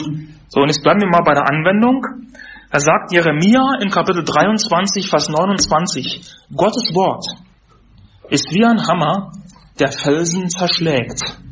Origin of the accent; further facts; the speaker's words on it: Germany; also ich bin in der DDR aufgewachsen und 1989 war ich 11 Jahre alt, wo die Wende war, wo die Mauer fiel.